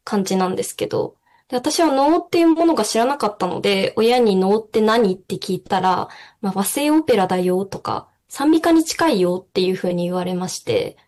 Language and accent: Japanese; Hiroshima, Japan; とても素敵な先生を、地元広島なんですけれども、広島で紹介していただきまして